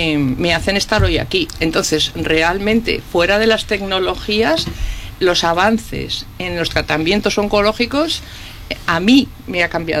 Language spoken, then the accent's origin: Spanish; Madrid, Community of Madrid, Spain; moved away as an adult; yo soy de Madrid, ya lo sabes, pero vine aquí en el año 78-79, en ese curso, a trabajar